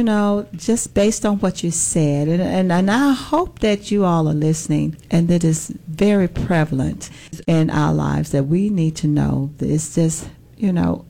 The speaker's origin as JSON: {"language": "English", "town": "Birmingham", "region": "Alabama", "country": "United States", "tie": "born or raised there", "said": "Well, I am born and raised here in Birmingham. I come from Birmingham. My parents come from Chambers County."}